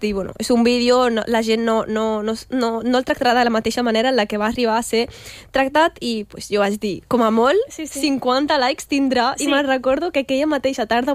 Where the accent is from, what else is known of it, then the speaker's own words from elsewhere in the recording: L'Hospitalet de Llobregat, Catalonia, Spain; born there; now in Terrassa, Spain; jo he nascut a l'Hospitalet del Llobregat, soc catalana